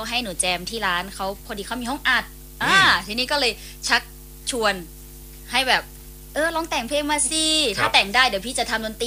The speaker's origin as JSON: {"language": "Thai", "region": "Nakhon Phanom", "country": "Thailand", "said": "สวัสดีจ้าพี่น้องชาวนครพนมนะคะแล้วก็ยายแม่นะจ๊ะที่แบบฟังอยู่นะจ๊ะ"}